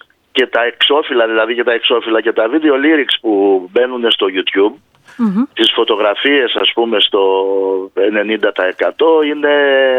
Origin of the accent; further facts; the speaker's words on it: Athens, Attica, Greece; also born or lived in Rethymno; εκεί μεγάλωσα δηλαδή, όταν ήρθαμε από το Ρέθυμνο, εκεί μεγάλωσα και έζησα